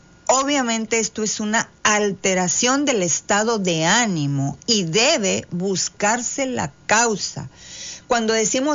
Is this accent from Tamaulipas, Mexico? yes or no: yes; Tamaulipas, Mexico; siguiendo este en vivo desde Ciudad Victoria, Tamaulipas, capital, Ciudad Victoria de nuestro estado Tamaulipas